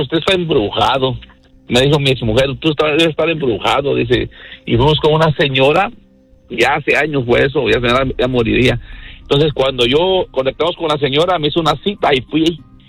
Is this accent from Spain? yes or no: no; Guatemala; yo soy guatemalteco, me quería llevar a México y yo no quise irme para México.